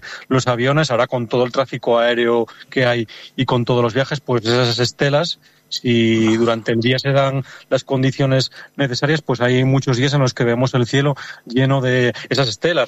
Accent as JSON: {"language": "Spanish", "region": "Asturias", "country": "Spain", "said": "Por ejemplo, que yo soy de Asturias, pues lo que se conoce como el orvallo, es una lluvia muy débil, muy fina"}